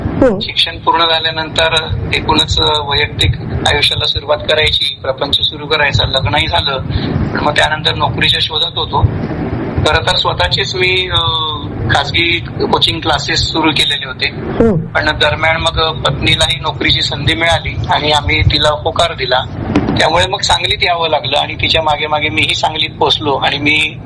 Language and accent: Marathi; Nagardevla, Maharashtra, India; also born or lived in Bhadgaon / Chalisgaon / Dhule; माझं बालपण आपल्या जळगाव जिल्ह्यातल्या पाचोरा तालुक्यामध्ये नगरदेवळा म्हणून एक छोटस गाव आहे, त्या गावात गेलं. माझं प्राथमिक आणि माध्यमिक शिक्षणही बरस तिथेच पार पडलं. त्यानंतर शेजारचाच तालुका भडगाव इथे माझं 8वी नंतरच माध्यमिक शिक्षण आणि उच्च माध्यमिक शिक्षण तिथेच पूर्ण केलं